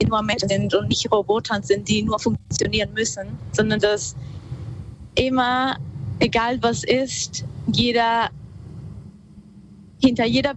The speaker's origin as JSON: {"language": "German", "region": "northern Peru", "country": "Peru", "tie": "born or raised there", "said": "Ich bin ein bisschen nördlich, ich komme ursprünglich aus Peru. Ich bin im Norden von Peru aufgewachsen und da gab es sehr viel Natur"}